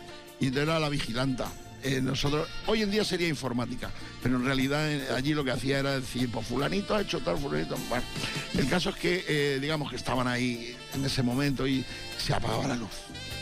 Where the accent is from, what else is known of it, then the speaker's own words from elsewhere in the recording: Badajoz, Extremadura, Spain; en Badajoz, en mi tierra